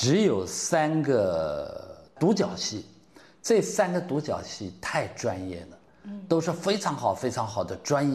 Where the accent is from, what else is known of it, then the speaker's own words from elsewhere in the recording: Nanjing, Jiangsu, China; 因为我们做戏想到南京，也作为一个南京人非常有意义的